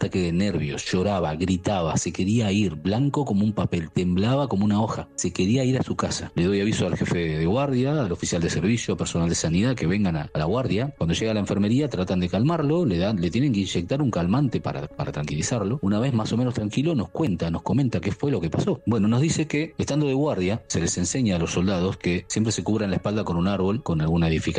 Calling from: Buenos Aires Province, Argentina; vivo en Conurbano Sur.

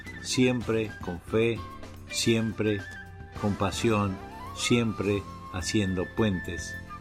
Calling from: La Plata, Buenos Aires Province, Argentina; Desde Arturo Seguí, nuestro rinconcito en La Plata, les habla … de Radio de Cultura y de Registro de Cultura.

